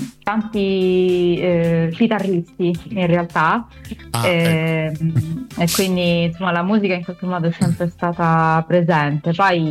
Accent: Sicily, Italy; first language Sicilian; now in Messina, Italy

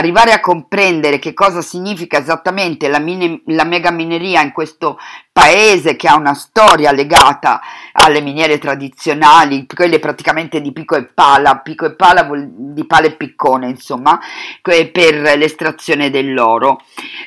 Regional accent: Buenos Aires, Argentina; incluse io e Lu, che veniamo appunto da Buenos Aires.

